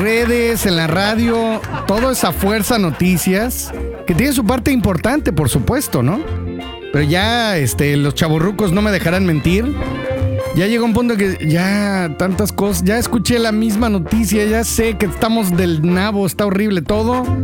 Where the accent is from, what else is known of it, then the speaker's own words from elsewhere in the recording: State of Mexico, Mexico; now in Mérida, Mexico; Yo que vengo del Estado de México